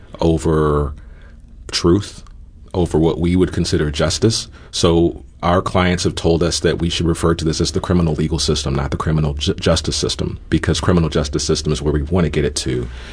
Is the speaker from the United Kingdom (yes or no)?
no; Missouri, United States; Missouri, however, and it hurts me to say, it's my home state, is somewhat unique in the description that Rachel just gave you.